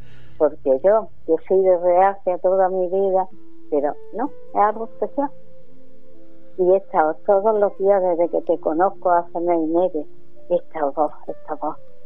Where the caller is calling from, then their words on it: Córdoba, Andalusia, Spain; Yo llamo de Córdoba.